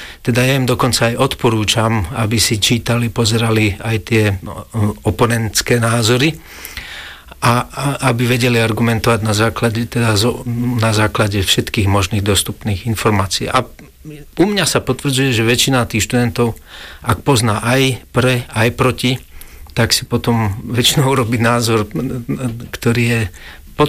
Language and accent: Slovak; Betliar, Košice Region, Slovakia; Na Gemeri. Gemerská poloma, to je Betlia Rožňava.